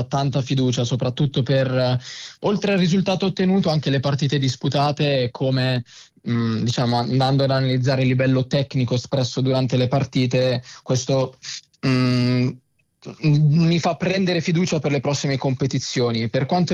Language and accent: Italian; Santeramo in Colle, Apulia, Italy; moved away as an adult; now in Milan, Italy; io ho iniziato da molto giovane, quando avevo più o meno 7 anni, ovviamente per divertimento qua nel mio paese, Sant'Ermo in Colle.